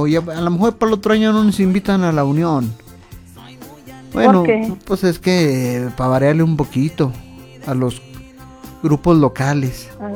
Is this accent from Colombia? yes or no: no; Mexico; a los mexicanos nos catalogan en el buen sentido, que somos bien mexicanos bien. Porque nos gusta todo el picante.